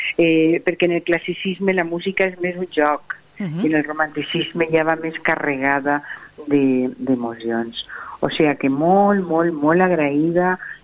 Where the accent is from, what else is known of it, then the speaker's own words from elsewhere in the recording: Valencian Community, Spain; molt emotiu per mi que m'hagin convidat en el meu poble